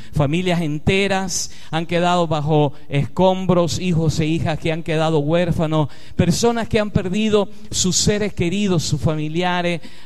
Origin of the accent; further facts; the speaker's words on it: Venezuela; aquellos que somos de Venezuela